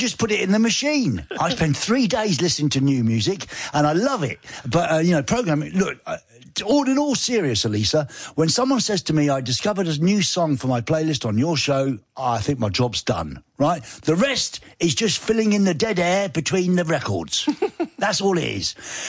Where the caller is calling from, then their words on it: Heidelberg, Baden-Württemberg, Germany; I'm listening from Heidelberg in Baden-Württemberg.